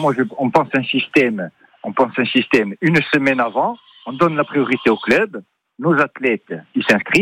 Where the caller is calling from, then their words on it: Corsica, France; je vous appelle de Prunay-Lifumor. Voilà, je me présente … je suis président du club Avourmig.